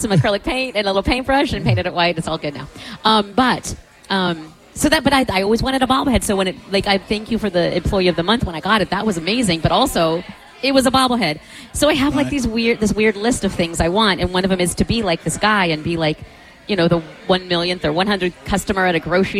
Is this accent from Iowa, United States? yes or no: yes; Fort Madison, Iowa, United States; moved away; because I'm from Fort Madison